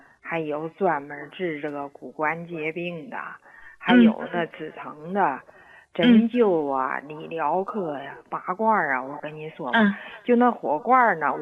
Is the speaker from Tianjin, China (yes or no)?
yes; Tianjin, China; 我是天津的，今年69岁，林老师。